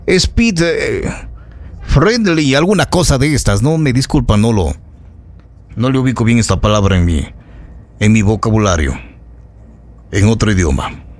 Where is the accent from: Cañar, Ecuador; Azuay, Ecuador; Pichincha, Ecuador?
Cañar, Ecuador; Azogues; los azogueños no estamos haciendo